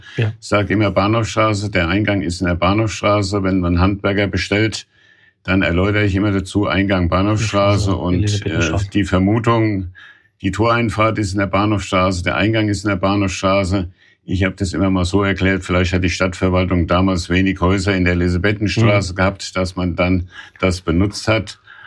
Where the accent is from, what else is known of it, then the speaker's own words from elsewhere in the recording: Raunheim, Hesse, Germany; Alt-Raunheimer, ich bin in Raunheim nicht nur aufgewachsen. Ja. Das heißt, wie viele dann in Russelsheim geboren, sondern ich bin auch in den Nachkriegsjahren 1947, genau am 2. Januar 1947 in Raunheim